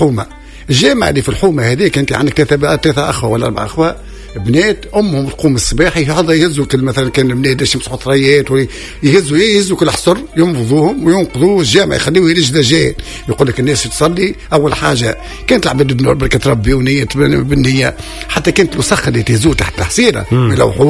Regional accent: Tunis, Tunis Governorate, Tunisia; نحكي على مدينه تونس خاطر حومتي وانا بسيفتي في السكان المدينه ونسكن باب جديد

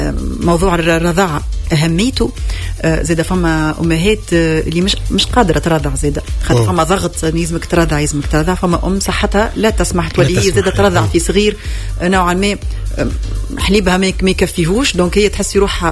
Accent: Tunisia; يعني 20% في مساحه خاصه عندنا في تونس.

